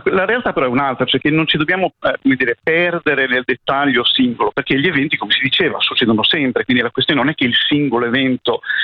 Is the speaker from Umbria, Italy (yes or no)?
no; Bologna, Emilia-Romagna, Italy; Faccio un esempio: Bologna, che lei cita, come voi potete sentire dall'accento, io sono di Bologna.